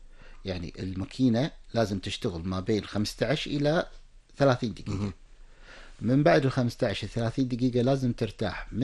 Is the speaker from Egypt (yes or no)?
no; Kuwait; موجودة شركات هنا عندنا في الكويت